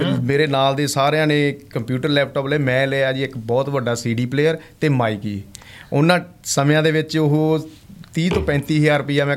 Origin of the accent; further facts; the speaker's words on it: Sri Muktsar Sahib district, Punjab, India; moved away as an adult; now in New Zealand; ਮੈਂ ਪੰਜਾਬ ਦੇ ਵਿੱਚ ਜ਼ਿਲ੍ਹਾ ਸ਼੍ਰੀ ਮੁਕਤਸਰ ਸਾਹਿਬ ਜੀ, ਪਿੰਡ ਮੇਰਾ ਬਲਮਗੜ੍ਹ ਹੈ ਜੀ, ਛੋਟਾ ਪਿੰਡ ਆ ਮੁਕਤਸਰ ਦੇ ਨਾਲ